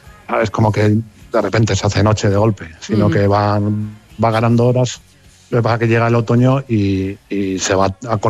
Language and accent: Spanish; Teruel, Aragon, Spain; now in Iceland; vine ayer a Islandia porque quería ver el eclipse, yo soy de Teruel